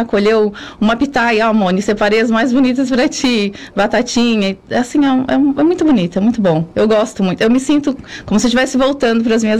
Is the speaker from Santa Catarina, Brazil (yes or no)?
yes; Jacinto Machado, Santa Catarina, Brazil; moved away as an adult; now in Balneário Arroio do Silva, Brazil; Então, eu nasci em Jacinto Machado, continuo lá, estou sempre na casa dos meus tios.